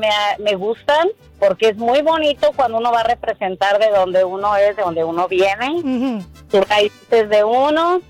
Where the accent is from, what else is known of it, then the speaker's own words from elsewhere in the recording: Colorines, State of Mexico, Mexico; also born or lived in Guanajuato; Soy de originaria de Colorines, Estado de México. Ahí viví un tiempo, unos 10 años, y después otros 10, 12 años en Guanajuato.